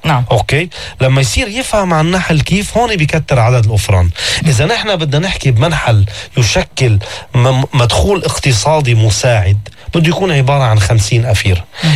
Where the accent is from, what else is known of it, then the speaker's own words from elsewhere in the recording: Beirut, Beirut Governorate, Lebanon; انا ابن بيروت ما عندي ضيعة